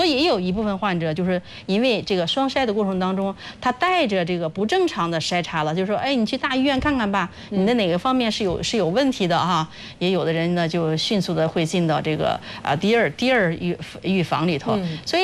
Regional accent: China

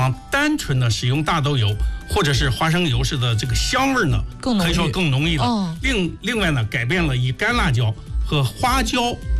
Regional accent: Hebei, China

